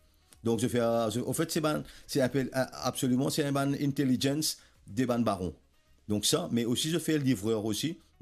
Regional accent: Mauritius; Mais en tant que Mauricien, en tant que citoyen, moi je n'ai pas le droit de laisser mon pays brûler.

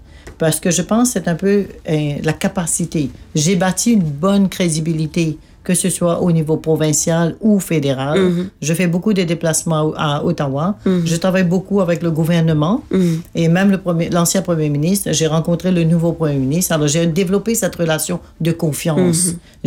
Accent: Mauritius; now in Canada; je suis mauricienne et je vais succéder où je suis. Et peut-être ça a donné un peu de valeur à l'île Maurice, en étant mauricienne, de vraiment promouvoir mon pays. Je suis mauricienne.

